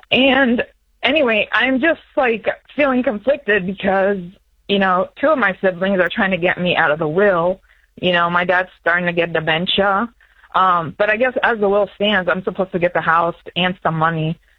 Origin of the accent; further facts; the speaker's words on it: United States; I grew up in the States with my mom